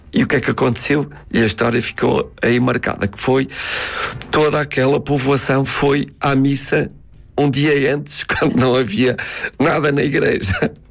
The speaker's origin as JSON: {"language": "Portuguese", "town": "Trofa", "region": "Norte", "country": "Portugal", "said": "Eu nasci numa... Eu sou da Trofa, mas há lá uma localidade, que era uma pequenina aldeia, chamada Cidade"}